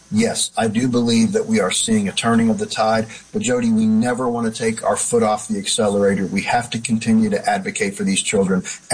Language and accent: English; Alabama, United States; You know, I come from Alabama, and we've taken an incredibly strong stance early on in protecting our children.